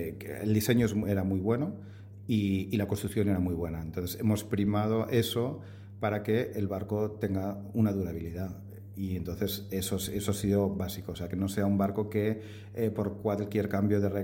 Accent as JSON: {"language": "Spanish", "town": "El Masnou", "region": "Catalonia", "country": "Spain", "said": "Nosotros somos de Masnou, que está aquí cerca de Barcelona"}